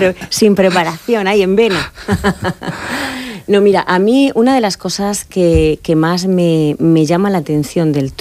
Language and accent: Spanish; Region of Murcia, Spain; tenemos que saber qué es lo que nos fundamenta a nosotros, en este caso a nosotros como murcianos, como españoles